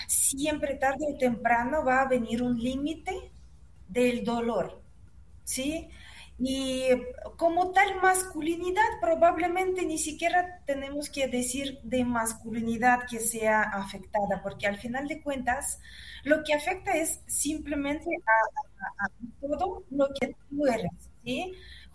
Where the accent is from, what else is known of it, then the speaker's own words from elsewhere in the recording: Ecuador; De hecho, tengo hasta ciudadanía ecuatoriana. Soy orgullosamente ecuatoriana.